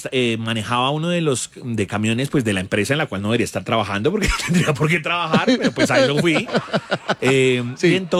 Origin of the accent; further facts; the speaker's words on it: Colombia; Y como buen colombiano, pues por ganarme esa plata y irresponsable, dije, sí, yo las llevo.